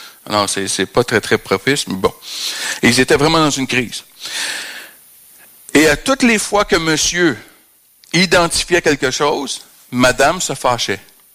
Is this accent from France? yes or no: no; Canada; je suis Canadien